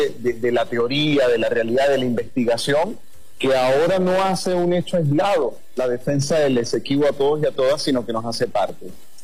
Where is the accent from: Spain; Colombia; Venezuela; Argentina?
Venezuela